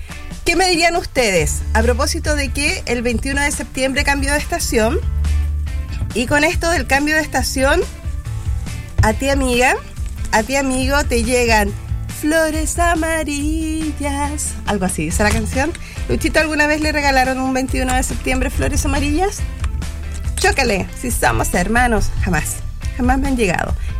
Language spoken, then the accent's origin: Spanish; Chile; ¿Somos chilenos o no somos chilenos?